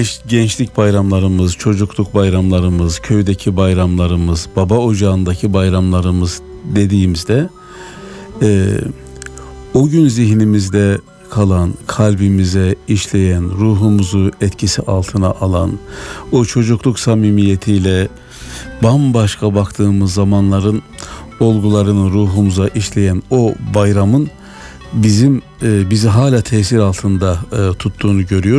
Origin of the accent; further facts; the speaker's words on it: Sarıkaya, Yozgat, Turkey; moved away; Ben köyde doğup büyüdüm. Kafkas kökenli bir köydü.